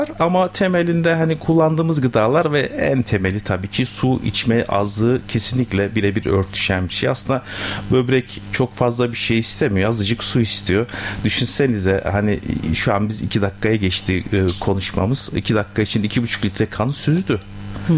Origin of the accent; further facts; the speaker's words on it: Kırşehir, Turkey; moved away as an adult; also born or lived in Izmir / Ankara; 1973 Kırşehir'de doğdum. İlk ve orta öğrenimi Kırşehir'de tamamladım.